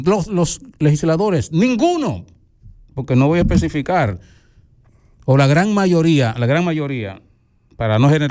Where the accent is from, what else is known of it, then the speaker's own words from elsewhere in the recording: Dominican Republic; cómo somos los dominicanos machistas.